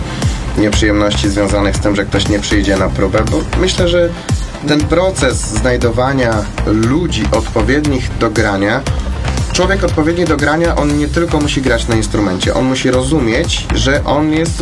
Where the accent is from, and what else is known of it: eastern Poland, Poland